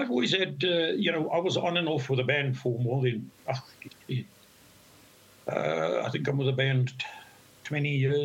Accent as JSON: {"language": "English", "town": "Cape Town", "region": "Western Cape", "country": "South Africa", "also_born_or_lived": "England", "said": "I'm South African, but in the 70s I lived in England when I played music there."}